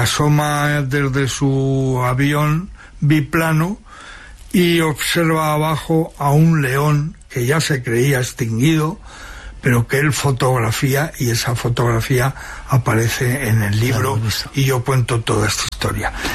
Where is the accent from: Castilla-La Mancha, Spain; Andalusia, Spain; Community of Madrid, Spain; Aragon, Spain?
Community of Madrid, Spain; Madrid